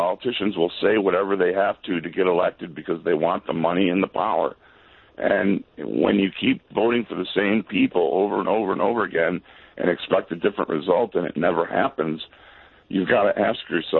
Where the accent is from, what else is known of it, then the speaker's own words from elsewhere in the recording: Chicago, Illinois, United States; now in Iowa, United States; I grew up in Chicago, but I've been living in Iowa for about the last 28 years.